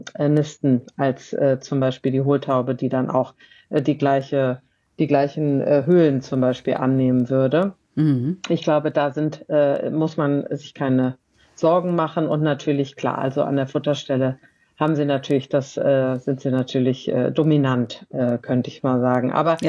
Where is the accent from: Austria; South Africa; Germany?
Germany; Cologne, North Rhine-Westphalia; Ich komme ja aus Köln.